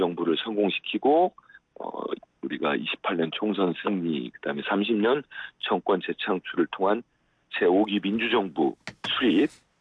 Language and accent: Korean; North Jeolla, South Korea; 저도 전북 출신입니다만은